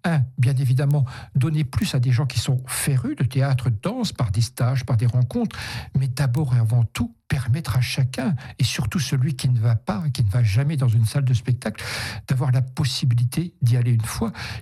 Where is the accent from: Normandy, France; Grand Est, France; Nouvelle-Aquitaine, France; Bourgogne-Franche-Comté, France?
Bourgogne-Franche-Comté, France; Vesoul; l'opportunité de revenir sur un poste plus conséquent, sur Vesoul, un peu plus dans la région, qui était ma région d'origine.